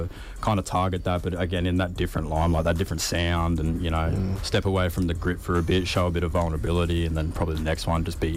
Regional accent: Caboolture, Queensland, Australia; that's how we grew up in Cabo

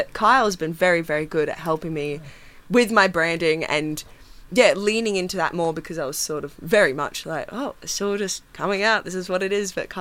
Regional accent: Cooktown, Queensland, Australia; now in Brisbane, Australia; in my hometown, lots of people listen to music on CDs

